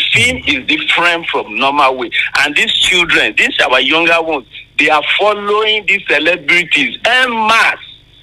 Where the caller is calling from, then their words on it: Akure, Ondo, Nigeria; from Akure.